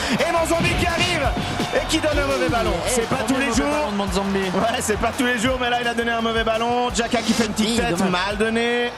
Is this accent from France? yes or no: no; Switzerland; je suis suisse